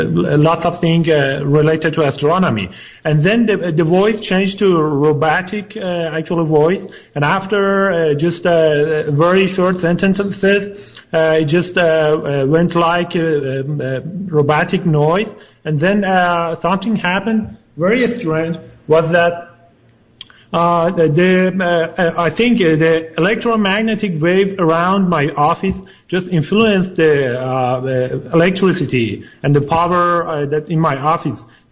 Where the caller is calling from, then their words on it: Los Angeles, California, United States; Actually, I'm in Los Angeles.